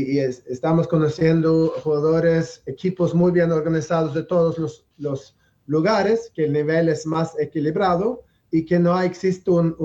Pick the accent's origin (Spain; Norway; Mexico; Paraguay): Norway; Spanish is a second language; moved away as an adult; now in Argentina; Y somos locos también, casi como los argentinos.